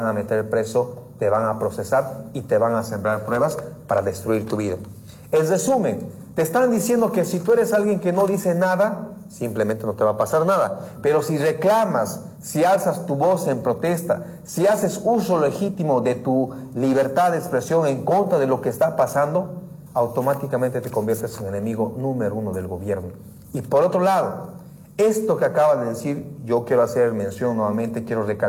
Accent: Bolivia

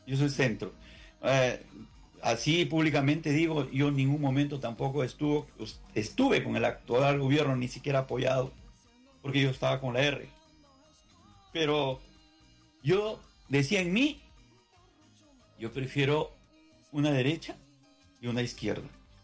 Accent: San Luis, Carlos Fermín Fitzcarrald province, Ancash, Peru; moved away; yo a San Luis fui una visita a mi pueblo, que es Rosas Tayapampa

